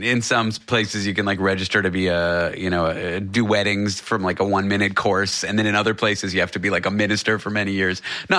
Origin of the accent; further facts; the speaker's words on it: Canada; now in United States; I'm from Canada. I live in the U.S.